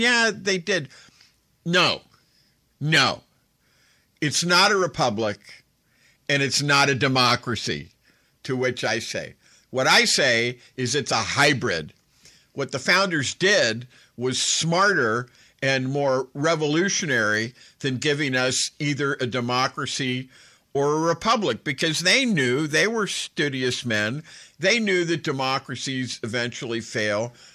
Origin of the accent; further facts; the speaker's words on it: Northeast, United States; I come from the Northeast. I come from what many people would call a liberal or a progressive background, but I've been elsewhere as well.